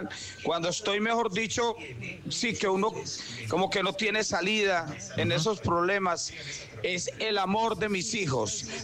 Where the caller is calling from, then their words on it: Cuba; desde Cubita la Bella.